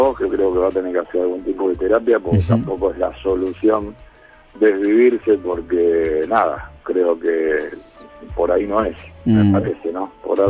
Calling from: Mar del Plata, Buenos Aires Province, Argentina; soy de Mar del Plata.

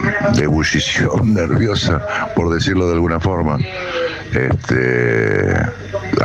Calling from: Quilmes, Buenos Aires Province, Argentina; de Quilmes.

